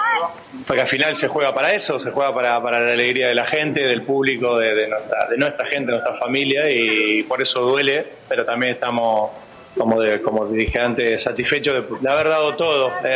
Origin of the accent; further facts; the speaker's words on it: Argentina; creo que nosotros como argentinos tenemos que reconocer a veces que el rival juega